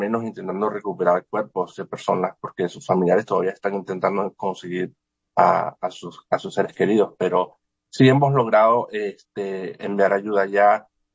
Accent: Venezuela; now in Rochester, United States; personalmente yo soy venezolano

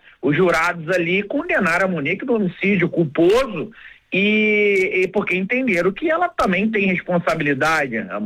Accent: Brazil

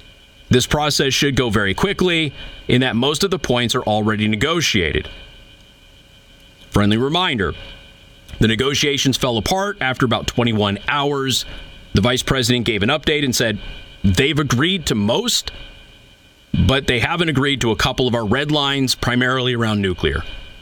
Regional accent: Las Vegas, Nevada, United States; He's in my hometown.

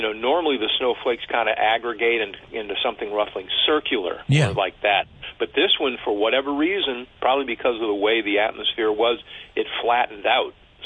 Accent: Montana, United States; Certainly. I'm from Montana.

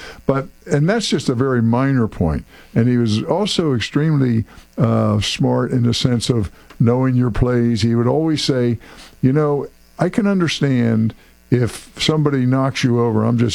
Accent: New Jersey, United States; I'm from South Jersey, and my high school team never lost for like 3 years.

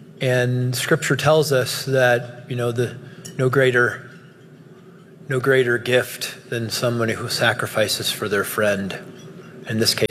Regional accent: Ohio, United States; And I was raised on County Road J in rural Williams County. We couldn't even afford a name. We just had a letter, just County Road J.

